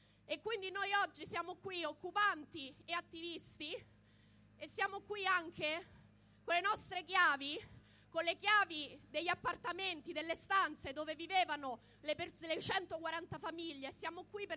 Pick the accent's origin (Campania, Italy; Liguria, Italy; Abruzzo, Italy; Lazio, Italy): Lazio, Italy; Rome; Come romani, e non solo, veniamo da decenni di disinvestimento nelle politiche abitative.